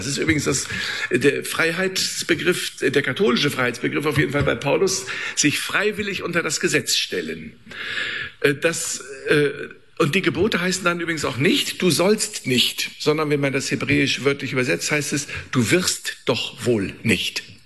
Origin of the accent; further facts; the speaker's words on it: Bremen, Germany; moved away as an adult; also born or lived in Frankfurt / Freiburg; Ich stamme aus Bremen, bin durchs Studium in den Süden Deutschlands gekommen. Ich habe zunächst bei den Jesuiten studiert, weil ich Jesuitenschüler bin aus Bremen.